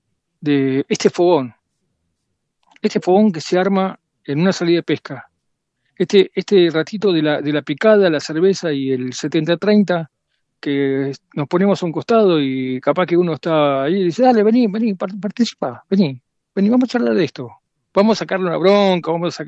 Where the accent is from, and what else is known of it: Argentina